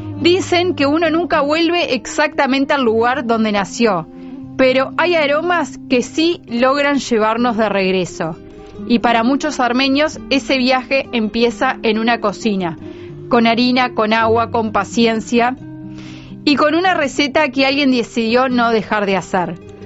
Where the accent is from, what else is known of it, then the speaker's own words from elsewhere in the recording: Uruguay; born there; Los descendientes de armenios que nacimos en Uruguay tomamos mate, nos gusta el asado, somos muy uruguayos como cualquiera